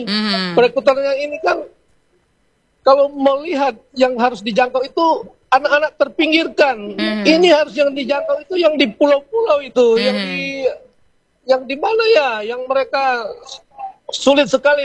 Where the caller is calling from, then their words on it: Indonesia; Di Batungkas, di desa saya ada satu sekolah rakyat sementara dibangun